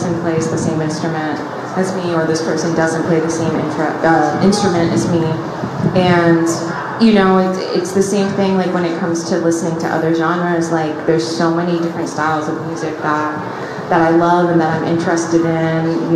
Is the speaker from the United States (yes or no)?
no; Toronto, Ontario, Canada; Mm-hmm. I'm from Toronto.